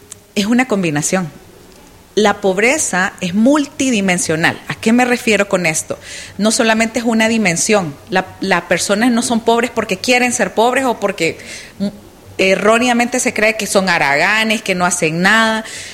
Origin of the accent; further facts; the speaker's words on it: Honduras; los hondureños y las hondureñas somos inteligentes